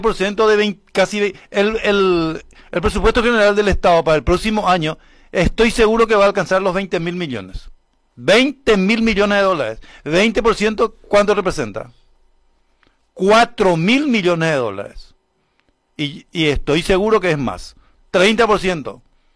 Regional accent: Paraguay

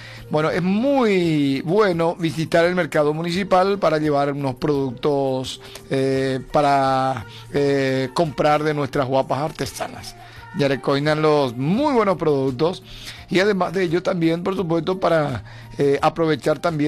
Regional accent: Paraguay; Somos paraguayos

